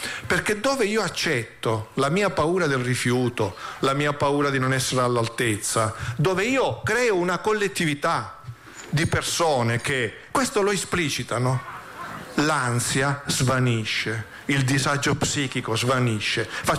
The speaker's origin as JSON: {"language": "Italian", "region": "Sicily", "country": "Italy", "said": "io vengo dalla Sicilia, da una famiglia contadina"}